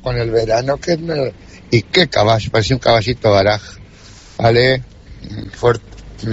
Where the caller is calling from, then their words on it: Durazno, Uruguay; de acá de Durazno.